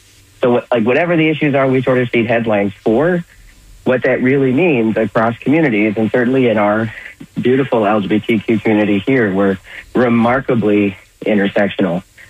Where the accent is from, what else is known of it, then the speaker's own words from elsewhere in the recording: Florida, United States; I mean, I'm from Florida. I'm kind of fresh.